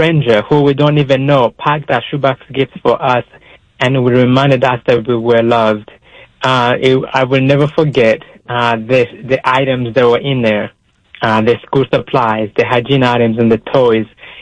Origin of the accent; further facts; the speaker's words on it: Rwanda; Growing up in Rwanda at a time when that tribal unrest was at its greatest, it was such a difficult time.